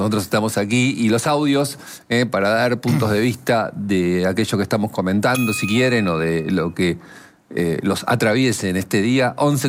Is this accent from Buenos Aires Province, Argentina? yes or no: yes; Burzaco, Buenos Aires Province, Argentina; pero si somos de Bursaco, somos primos, porque ahí nos conocemos todos.